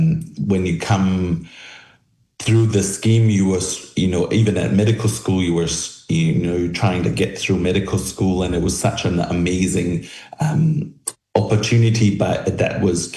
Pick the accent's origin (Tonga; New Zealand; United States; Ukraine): Tonga; born there; Yeah, I was born in Tonga. My mum is Tongan and dad is Australian